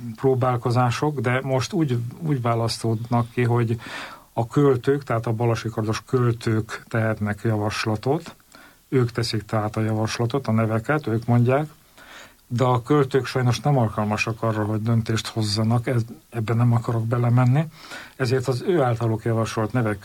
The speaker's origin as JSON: {"language": "Hungarian", "town": "Gyöngyös", "region": "Heves", "country": "Hungary", "tie": "born or raised there", "said": "Én akkor ezt pont hallgattam szülővárosomban Gyöngyösön"}